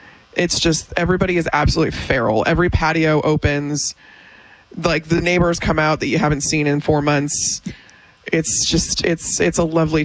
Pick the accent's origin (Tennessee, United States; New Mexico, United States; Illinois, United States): Illinois, United States; Chicago; I grew up in Chicago and the Cubs were on WGN, which was also national.